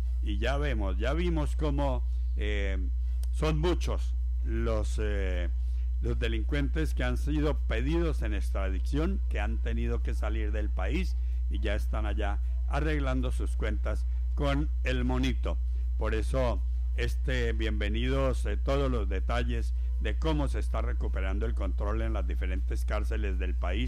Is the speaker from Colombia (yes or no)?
yes; Colombia; nunca me representó como colombiano.